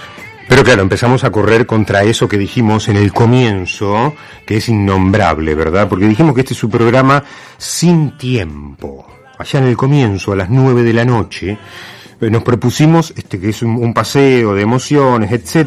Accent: Argentina; porque ante todo somos argentinos

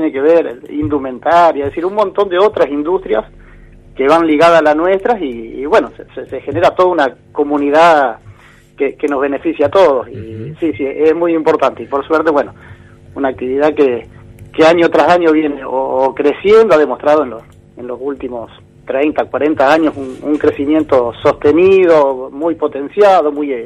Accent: Argentina; para los argentinos, que somos, claro, muy del asadito

